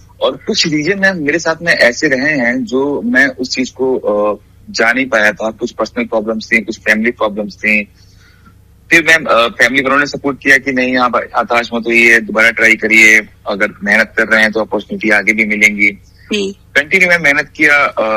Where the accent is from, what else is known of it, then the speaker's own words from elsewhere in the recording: Bareilly, Uttar Pradesh, India; मैं बरेली का रहने वाला हूँ